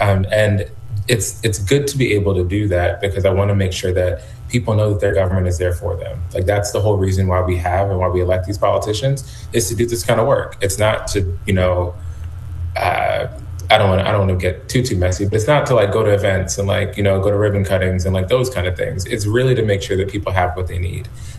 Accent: Georgia, United States; I'm from Georgia

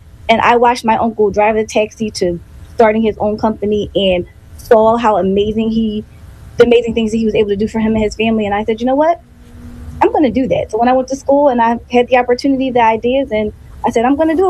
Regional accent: Philadelphia, Pennsylvania, United States; I grew up in Philly in the neighborhood called The Bottom. So it was a bad neighborhood

